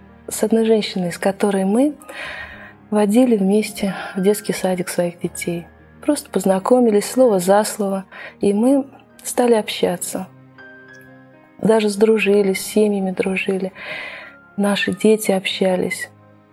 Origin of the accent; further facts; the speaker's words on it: Kazan, Tatarstan, Russia; moved away as an adult; now in Nizhny Novgorod, Russia; Я сама родом из Казани. Прожила там 20 лет до того, как вышла замуж и переехала сюда, в Нижний Новгород.